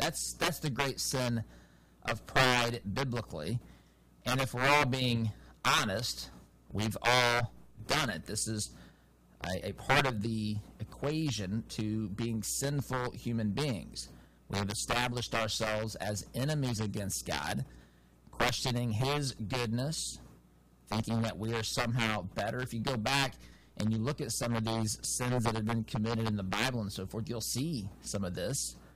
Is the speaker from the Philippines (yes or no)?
no; United States